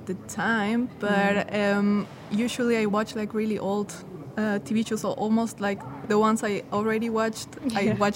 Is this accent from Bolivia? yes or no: yes; Bolivia; now in Germany; I'm part of the German team, but because I come from Bolivia, I also speak Spanish.